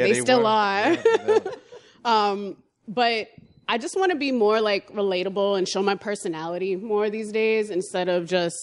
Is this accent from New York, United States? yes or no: yes; New York, United States; But I was like, you know, I'm from New York.